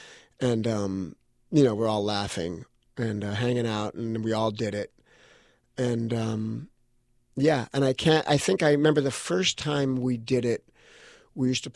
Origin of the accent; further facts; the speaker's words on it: Hollywood, California, United States; But we grew up in Hollywood. We ran around on the streets in Hollywood. We were so used to, I lived in West Hollywood where it was nothing.